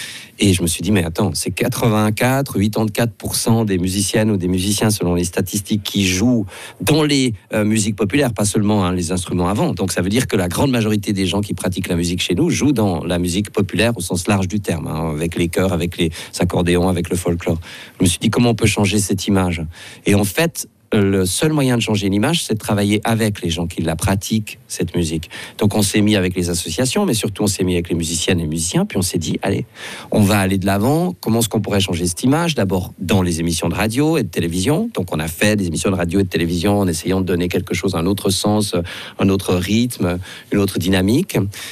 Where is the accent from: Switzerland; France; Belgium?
Switzerland; Il faut quand même rappeler que les instruments avant chez nous en Suisse, on est dans la Champions League du domaine.